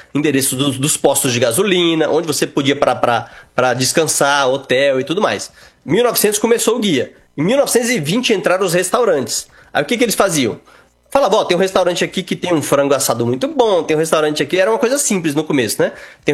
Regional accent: Brasília, Federal District, Brazil; Por exemplo, eu sou de Brasília e eu não assistia esses comerciais.

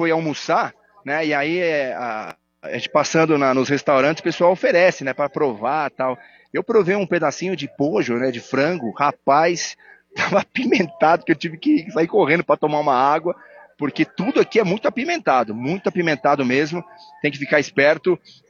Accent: Brazil; quando eles percebem que a gente é brasileiro, eles já falam do Pelé

